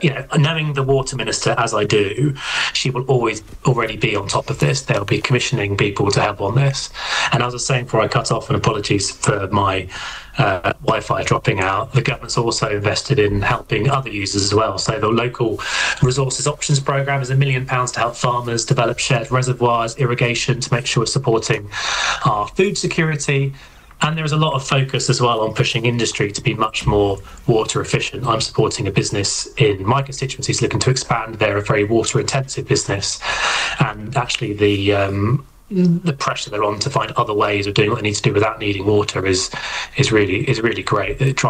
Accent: South East England, United Kingdom; I'm from Hampshire. I grew up there.

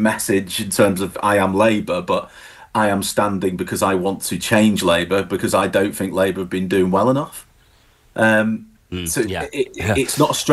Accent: St Helens, North West England, United Kingdom; I'm from St Helens, that's where I grew up, which is kind of next door.

